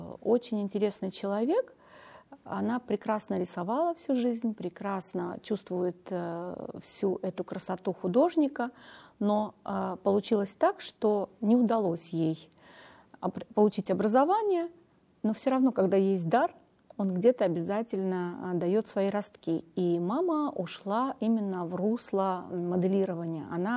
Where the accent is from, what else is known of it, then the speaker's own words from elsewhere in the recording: Armenia; я родилась в Армении. Я по национальности армянка, у меня армянские корни. Вот, родилась и выросла там, и даже вышла замуж там.